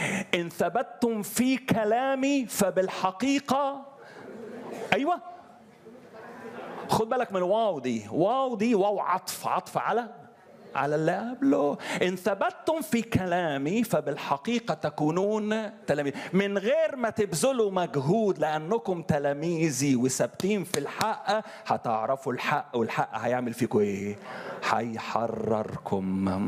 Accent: Upper Egypt, Egypt; انا كان يقول عندنا في الصعيد الاخ براذر اندرو.

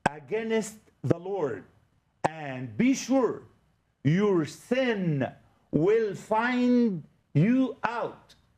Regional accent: Upper Egypt, Egypt; زي ما بنقول عندنا في الصعيد

